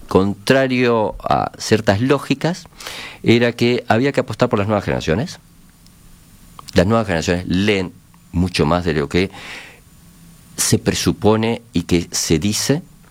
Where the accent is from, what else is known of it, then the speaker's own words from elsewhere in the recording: Montevideo, Uruguay; born there; porque aparte yo nací en Villa Biarritz de alguna forma y ahí funcionaba